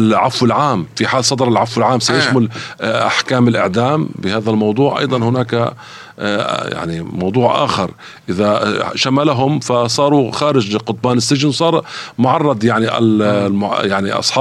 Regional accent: Lebanon; عندنا في لبنان

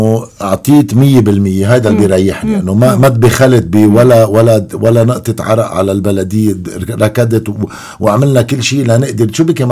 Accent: Abra, South Governorate, Lebanon; كان عندي هدف انه حسن ضيعتي حسن حياه اهل عبره. مش ضيعتي عبره وعبره جديده يعني ما في فرق, كلنا ضيعه كبيره.

